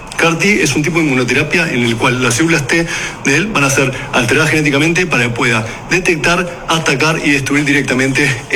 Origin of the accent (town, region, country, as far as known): Uruguay